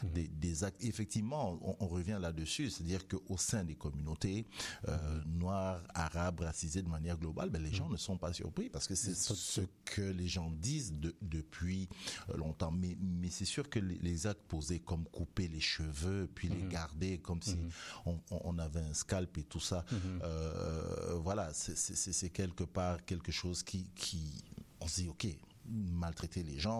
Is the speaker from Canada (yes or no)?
yes; Montreal, Quebec, Canada